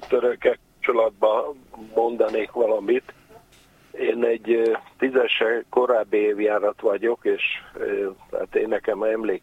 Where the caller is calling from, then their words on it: Budapest, Hungary; Én budapesti vagyok, víz közelben nőttem fel